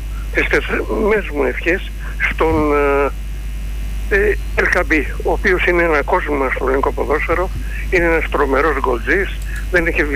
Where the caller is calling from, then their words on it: Attica, Greece; από τα Βόρεια Προάστια.